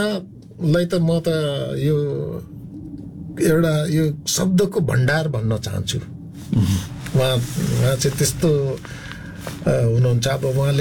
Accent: Koshi Province, Nepal; born there; accent: Limbu; अब म बसेको ठाउँ मेरो गाउँलाई चाहिँ पर्साई गाउँ नै भन्छ.

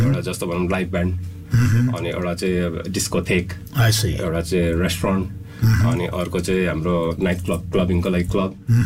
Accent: Dehradun, Uttarakhand, India; moved away as an adult; now in Nepal; देहरादुनमा म पढाइ म देहरादुनमा बस्यो, हुर्केँ, उहीँ होस्टेलमा पढ्यो, मैले पढाइ देहरादुन नै भयो.

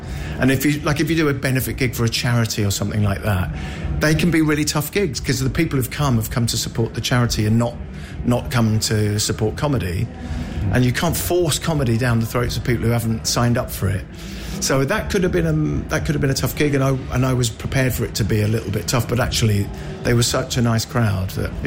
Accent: Aldershot, South East England, United Kingdom; born or raised there

